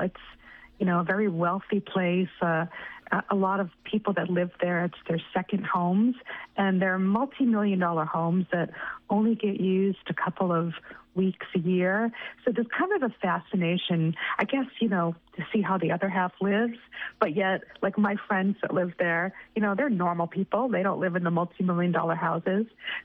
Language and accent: English; Massachusetts, United States; I grew up on Cape Cod, which is a beautiful place. I've written some books set there too.